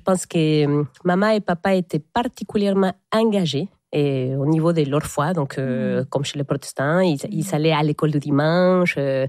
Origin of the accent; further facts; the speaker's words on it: Querétaro, Mexico; accent: Mexican; French is a second language; now in France; Alors moi j'ai grandi dans une ville qui s'appelle Querétaro. Et donc, qui est au nord de la ville de Mexico, à 1205 kilomètres, mais pas au nord du pays. C'est vraiment dans les centres du pays.